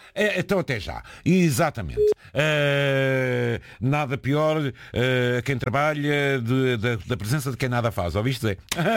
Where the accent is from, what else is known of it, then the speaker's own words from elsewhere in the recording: Murça, Norte, Portugal; até que enfim, hoje vou ver a minha terra natal, que é a famosa Porca de Mursa. Não, você vai ver, é Mursa.